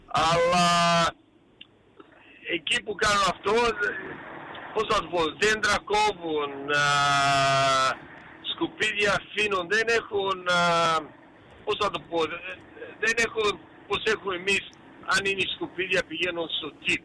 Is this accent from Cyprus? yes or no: no; Melbourne, Victoria, Australia; γιατί εγώ μεγάλωσα στο Σάντζον, δεν έλεγα Σάντζον, έλεγα από Μέλβον